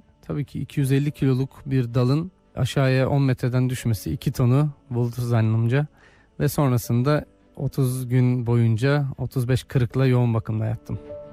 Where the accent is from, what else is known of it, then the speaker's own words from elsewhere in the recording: Konya, Turkey; born there; 1981 Konya doğumluyum.